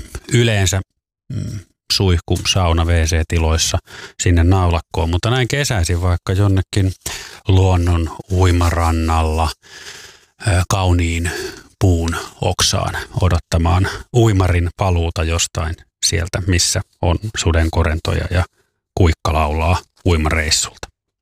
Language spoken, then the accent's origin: Finnish; Loviisa, Uusimaa, Finland; moved away; Muistan, että kotikaupungissani Loviisassa, jos menen nykyään käymään vuosikymmenten jälkeen